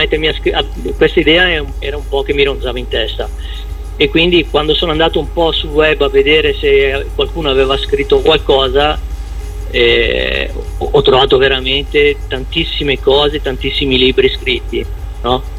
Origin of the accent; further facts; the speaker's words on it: Licata, Sicily, Italy; born there; Licata, che è il mio paese natale